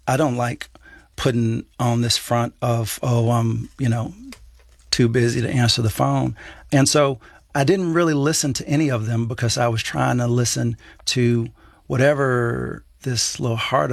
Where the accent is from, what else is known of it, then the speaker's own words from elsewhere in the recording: Dallas, Texas, United States; Well, I went to Texas. I went back to Texas. I went to Austin. I'm from Dallas. And so I had two friends in Austin.